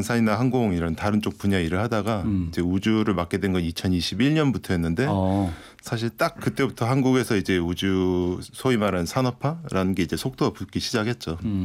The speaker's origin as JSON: {"language": "Korean", "country": "Japan", "tie": "born or raised there", "said": "제가 어렸을 때 일본에서 자랐는데요."}